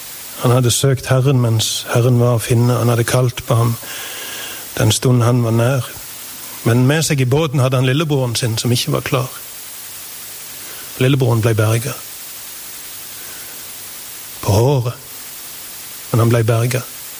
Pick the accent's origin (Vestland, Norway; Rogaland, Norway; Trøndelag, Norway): Rogaland, Norway; Habno hjemme, der jeg vokste opp. Eller jeg kommer fra Vatland, som der bønnen drev jord for det meste, men hadde sjøen på si.